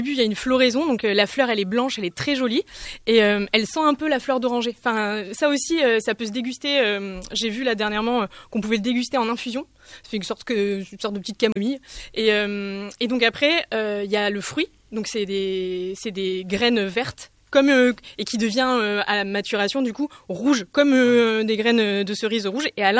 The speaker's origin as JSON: {"language": "French", "town": "Bordeaux", "region": "Nouvelle-Aquitaine", "country": "France", "said": "moi, je suis de Bordeaux"}